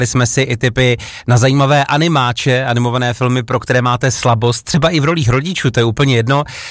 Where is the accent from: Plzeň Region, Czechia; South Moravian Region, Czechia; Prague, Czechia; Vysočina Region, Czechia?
South Moravian Region, Czechia; Brno; hlavně ten brněnský přízvuk miluju. Jsem rodilý Brňák.